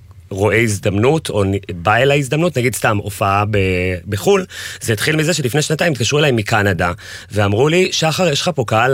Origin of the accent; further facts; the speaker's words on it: Jerusalem, Jerusalem District, Israel; אני ירושלמי